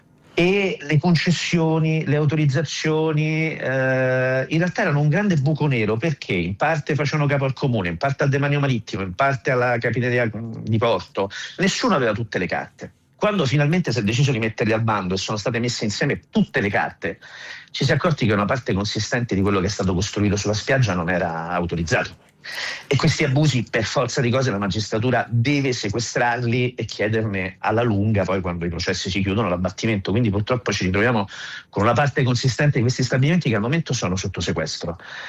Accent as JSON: {"language": "Italian", "town": "Rome", "region": "Lazio", "country": "Italy", "said": "quando scoprono che io vengo da Ostia"}